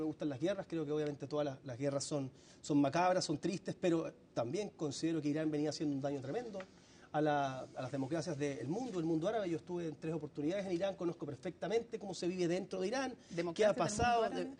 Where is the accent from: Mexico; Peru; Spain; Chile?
Chile; como chileno creo que los aranceles nos perjudican a nosotros